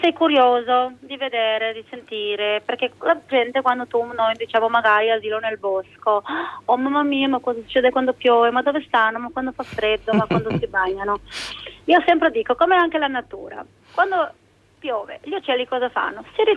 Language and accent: Italian; Vertaneglia, Istria County, Croatia; born there; also born or lived in Villanova; sono nata qua, sono nata a Vertaneglia, poi sono venuta a vivere a Villanova, dove vivevano prima mia mamma e i miei nonni.